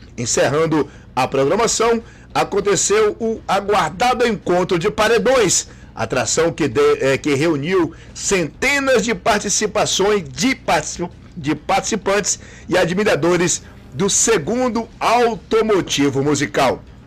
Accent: Mascote, Bahia, Brazil; Que eu sou de São João do Paraíso

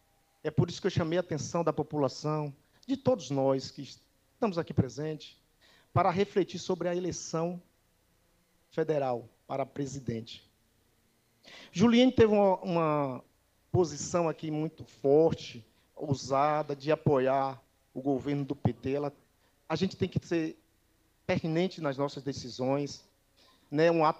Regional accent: Bahia, Brazil; born there; Picado, terra onde eu nasci.

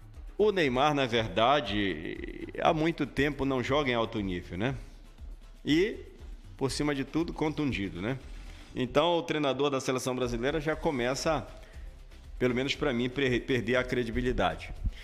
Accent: Brazil; Somos brasileiros.

